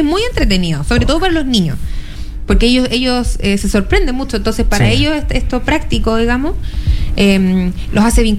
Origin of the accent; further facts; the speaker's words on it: La Serena, Coquimbo, Chile; Soy de La Serena, amo mi región, creo que la he recorrido prácticamente completa.